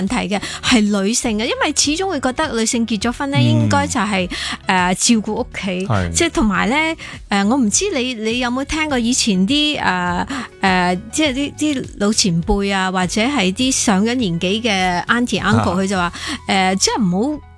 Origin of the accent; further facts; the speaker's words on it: China; 咁所以咧就我哋中国人咧就要即系，譬如呢十几廿年就开始改变了